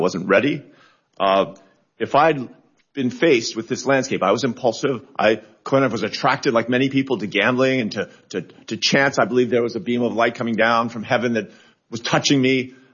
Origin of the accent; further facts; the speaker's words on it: Colorado, United States; Many states, including my home state of Colorado, prohibit sports books from advertising to minors under 21